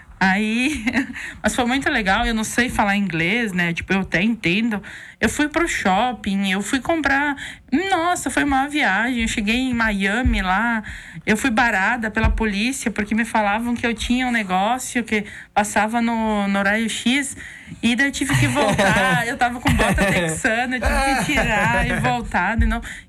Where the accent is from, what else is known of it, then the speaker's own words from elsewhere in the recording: Brazil; Eu disse, sou do Brasil